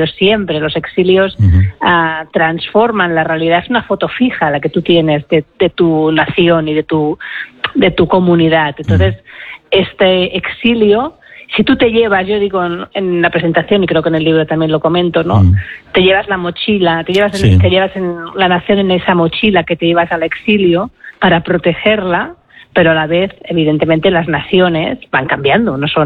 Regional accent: Catalonia, Spain; claro, yo como catalana pues desconocía, ¿no?

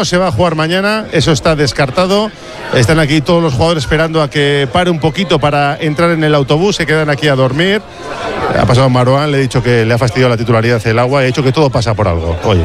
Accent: Bilbao, Basque Country, Spain; somos de Bilbao y estamos acostumbrados a la lluvia

